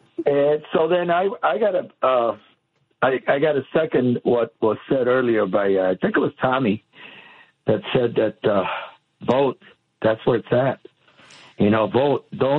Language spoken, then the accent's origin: English; United States; I grew up on 18th in California.